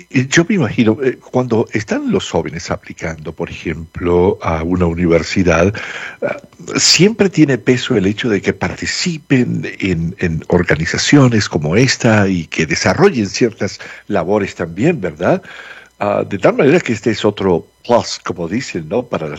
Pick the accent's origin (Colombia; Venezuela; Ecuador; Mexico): Venezuela; now in Colorado, United States; allá en mi país, en Venezuela, nos referimos a las niñas como hembras, ¿no?